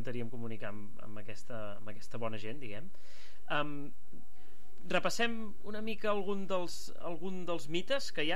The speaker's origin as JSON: {"language": "Catalan", "region": "Catalonia", "country": "Spain", "said": "clar, som catalans, per definició el que faríem és parlar-los en castellà i molt alt"}